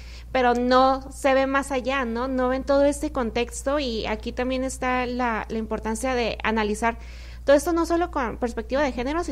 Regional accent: Mexico; tú y yo como ciudadanas mexicanas

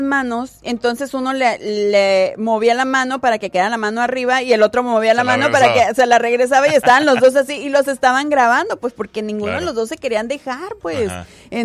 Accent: Mexico; now in San Diego, United States; nosotros como buenos mexicanos

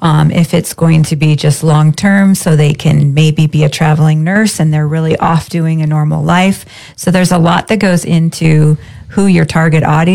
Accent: Pacific Northwest, United States; now in St. David, United States; I am from the Northwest originally

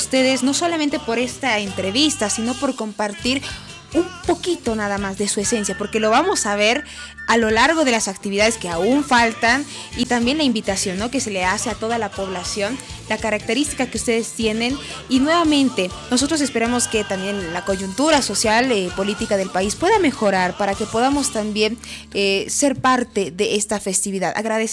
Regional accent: Bolivia; nosotros también como bolivianos

